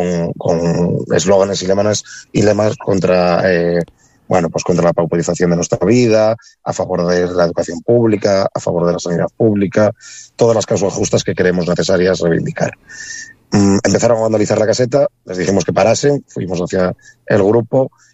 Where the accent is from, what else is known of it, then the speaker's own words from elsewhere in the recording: Cerredo, Asturias, Spain; aunque yo soy natural de Cerredo, en Asturias.